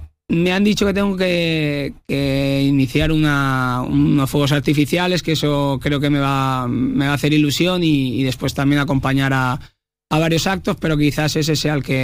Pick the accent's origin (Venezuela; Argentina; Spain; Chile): Spain; Crevillent, Valencian Community; por suerte vivo muy cerca y soy de aquí al lado